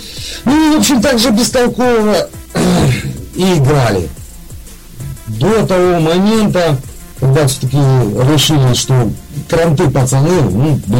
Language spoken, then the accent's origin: Russian; Babruysk, Mogilev Region, Belarus; Мы с великого такого небольшого городка, он вообще-то в сети должен быть известен, называется городок Бобруйск.